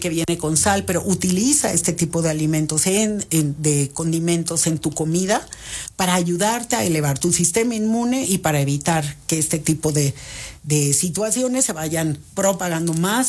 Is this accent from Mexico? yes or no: yes; Tabasco, Mexico; born or raised there